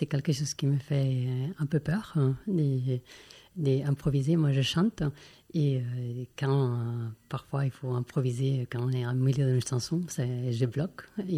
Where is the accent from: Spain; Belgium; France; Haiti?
Spain; Barcelona, Catalonia; French is a second language; En plus, j'ai grandi à Barcelone, on a catalan et espagnol, et avec français avec mon mari, anglais.